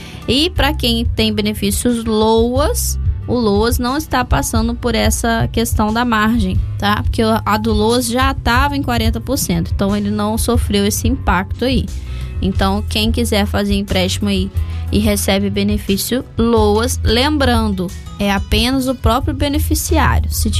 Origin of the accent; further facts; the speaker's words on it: Boa Ventura, Brazil; moved away; minha terra natal, Boa Ventura.